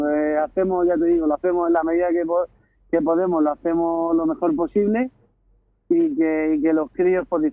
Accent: Cáceres, Extremadura, Spain; Viene un equipo de Cáceres, que me hacía mi ilusión, ya que yo soy de allí, de Cáceres.

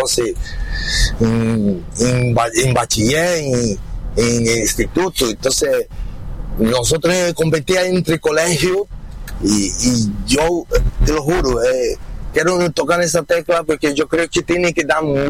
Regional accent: Brazil; Yo soy brasileño, a mí me gusta fútbol también.

